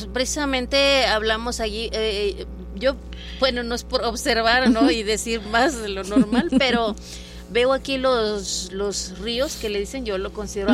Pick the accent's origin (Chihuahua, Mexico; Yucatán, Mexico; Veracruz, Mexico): Veracruz, Mexico; Palmital; Entonces, uh-huh. Yo soy de Palmital, pertenece. Sí. a Tantuyuca.